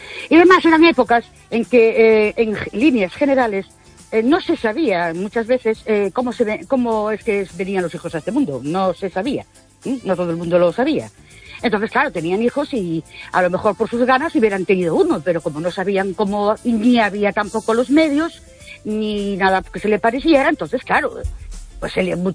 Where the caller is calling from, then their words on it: Ourense, Galicia, Spain; Buenas noches. … de Orense otra vez.